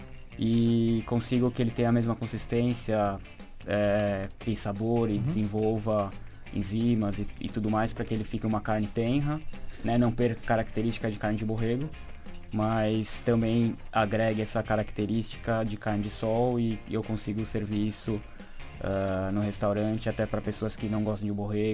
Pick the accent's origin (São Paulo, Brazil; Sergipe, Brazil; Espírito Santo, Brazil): São Paulo, Brazil; now in Portugal; Eu, como paulistano, né, tive acesso a muitos restaurantes e cozinhas, e grandes cozinhas em São Paulo. Então, chegando cá, não senti essa diferença.